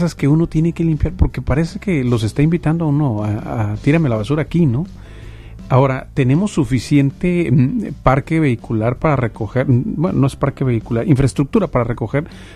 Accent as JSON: {"language": "Spanish", "town": "Culiacán", "region": "Sinaloa", "country": "Mexico", "said": "Yo como culichi, yo veo, por ejemplo, y ahí va para los que viven en la zona de Barrancos"}